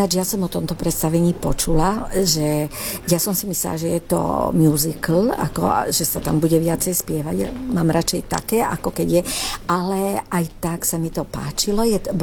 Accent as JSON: {"language": "Slovak", "town": "Banská Štiavnica", "region": "Banská Bystrica Region", "country": "Slovakia", "moved": "yes", "lives_now": "Lombardy, Italy", "said": "je z môjho mesta, ja som z Banskej Štiavnice."}